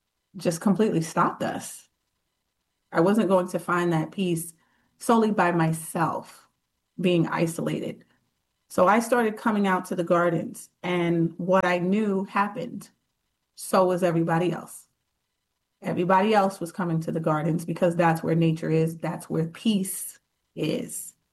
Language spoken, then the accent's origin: English; New York City, New York, United States; I am born and raised in New York City, and I'm often disheartened when people refer to my city as a concrete jungle.